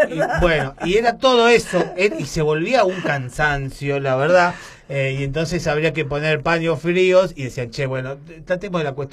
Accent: La Plata, Buenos Aires Province, Argentina; yo como soy oriundo de La Plata

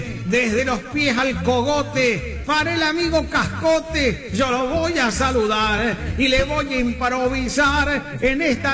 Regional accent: Neuquén, Argentina; born there; also born or lived in San Juan / Mendoza / Salta / Cipolletti; now in Córdoba, Argentina; Nací en Neuquén, vivo en Córdoba, estuve en San Juan, estuve en Mendoza, en Salta, viví en Salta también, viví en Chipoletti.

